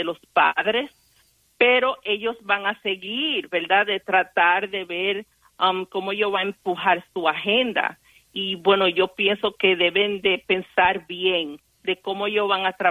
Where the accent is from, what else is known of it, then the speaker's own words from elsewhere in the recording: Dominican Republic; yo voy a decir personalmente, como dominicana, me da vergüenza